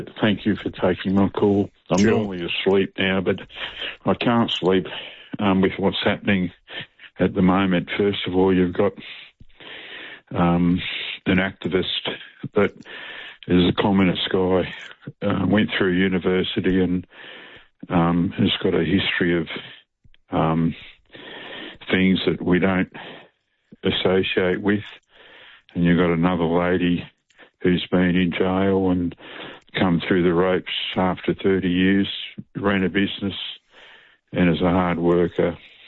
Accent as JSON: {"language": "English", "region": "Victoria", "country": "Australia", "moved": "as an adult", "lives_now": "Moore Park, Australia", "said": "I'm originally from Victoria. And everything was Labor. I've been in New South Wales for about 40 years."}